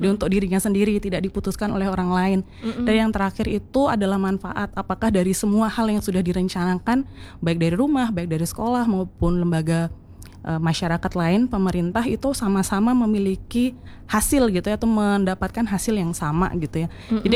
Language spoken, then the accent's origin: Indonesian; Bali, Indonesia; kita orang Bali